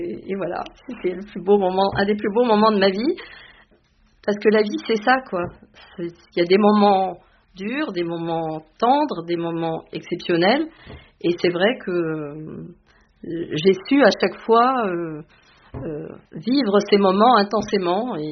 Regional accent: Morocco; born there; moved away; je suis née au Maroc.

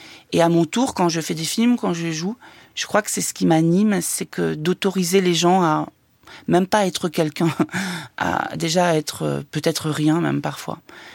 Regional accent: Nouvelle-Aquitaine, France; moved away as an adult; je viens du Limousin

